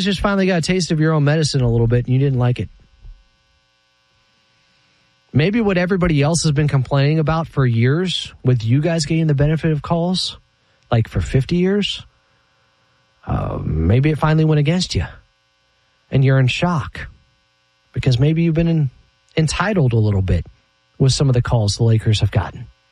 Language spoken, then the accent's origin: English; Sacramento, California, United States; Number one, as I mentioned, I'm from Sacktown.